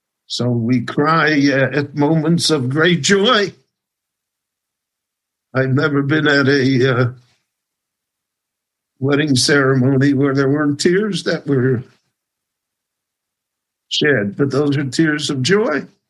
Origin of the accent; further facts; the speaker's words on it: Chicago, Illinois, United States; I was raised in Chicago on the Old West Side, 3422 Douglas Boulevard. That neighborhood was a glorious Jewish neighborhood, glorious Jewish neighborhood.